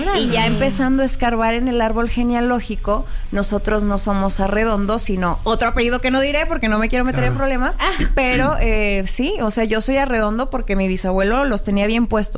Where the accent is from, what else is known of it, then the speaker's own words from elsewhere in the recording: Chihuahua, Mexico; Sí, sí, todos somos de Chihuahua.